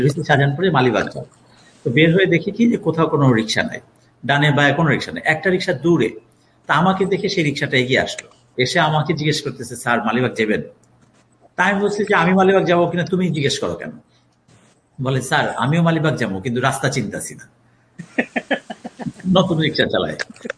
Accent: Narsingdi, Dhaka Division, Bangladesh; আমি এটা এই জন্য জিজ্ঞেস করছি যে আমার দেশের বাড়ি হচ্ছে নরসিংদী।

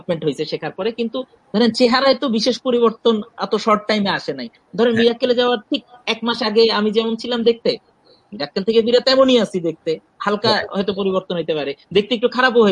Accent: Dhaka, Dhaka Division, Bangladesh; আমি আসলে ঢাকাতেই বড় হয়েছি, এবং আমার আমার জীবন যাপন, আমার চিন্তা ভাবনা, আমার কথাবার্তা, আমার জোক, আমার লেখালেখি সব জায়গায় আসলে ঢাকাটাই বেশি। আমি ঢাকার এই যানজট, যান্ত্রিকতা, এগুলোর মধ্যেই বড় হয়েছি

